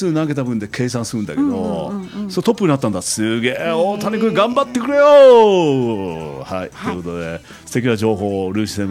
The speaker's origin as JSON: {"language": "Japanese", "region": "Kumamoto", "country": "Japan", "tie": "born or raised there", "said": "その方我が地元熊本県のふりかけの元祖の方なんですよ。"}